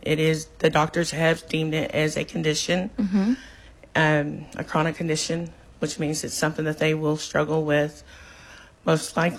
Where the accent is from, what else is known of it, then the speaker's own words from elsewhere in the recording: Oklahoma, United States; now in Tahlequah, United States; I came from Oklahoma County, and you're just on your own.